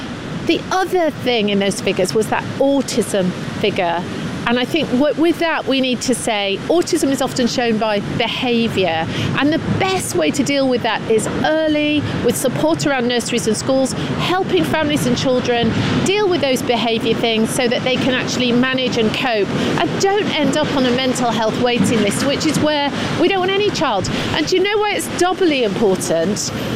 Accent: Scunthorpe, Yorkshire and the Humber, United Kingdom; I come from Scunthorpe. I want to see investment there. It was a great steel town

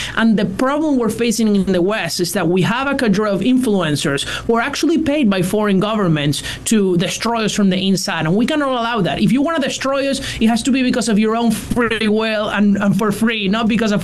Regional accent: Venezuela; moved away; I'm originally from Venezuela.

